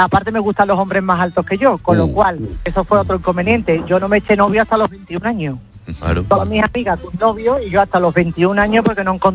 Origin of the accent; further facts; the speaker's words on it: Seville, Andalusia, Spain; Yo soy de Sevilla y todos los zapatos hasta hace poco